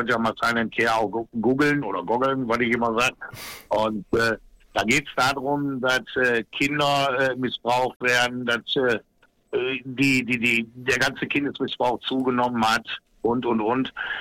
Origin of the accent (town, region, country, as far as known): North Rhine-Westphalia, Germany; first language German